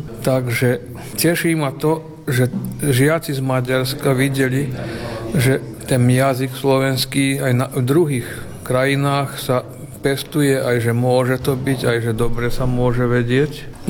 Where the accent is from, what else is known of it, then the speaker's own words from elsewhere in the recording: Serbia; first language Slovak; ja sa cítim Slovák, aj čo žijem v Srbsku, ani neviem, ako by som sa inak cítil, to je môj materinský jazyk.